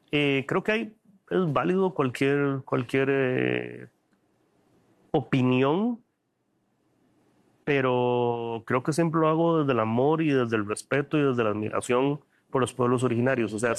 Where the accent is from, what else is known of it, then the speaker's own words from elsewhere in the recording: Costa Rica; para nosotros como costarricenses